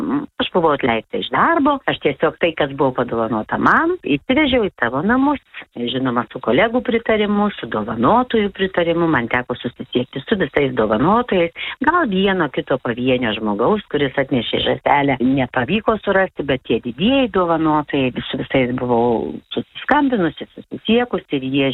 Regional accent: Suvalkija, Lithuania; now in Pagėgiai, Lithuania; aš esu suvalkietė.

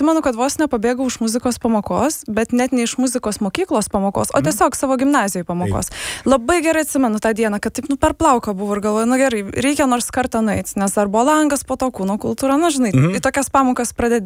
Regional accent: Šiauliai, Šiauliai County, Lithuania; Ir šiaip aš užaugau Šiauliuose.

